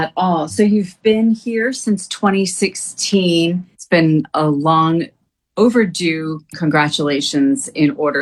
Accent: Northeast, United States; You know, I'm hailing from the Northeast.

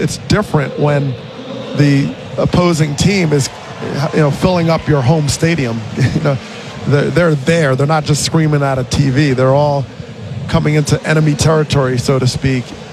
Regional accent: New Jersey, United States; You know, I grew up outside of New York.

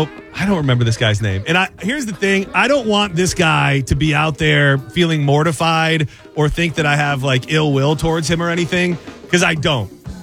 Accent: Lapeer, Michigan, United States; Major love and appreciation for my hometown.

